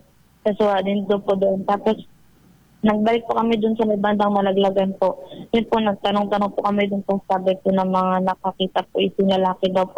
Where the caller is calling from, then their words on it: Sofronio Española, Palawan, Philippines; taga-Espanyola po ako.